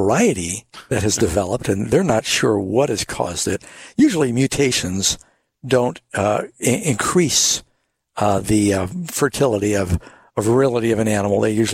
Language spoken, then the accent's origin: English; New York City, New York, United States; Yeah, well, I grew up largely in New York City